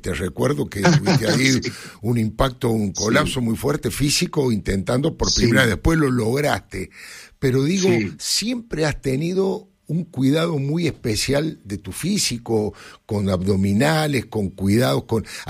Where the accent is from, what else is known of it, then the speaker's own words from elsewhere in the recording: Argentina; yo soy argentino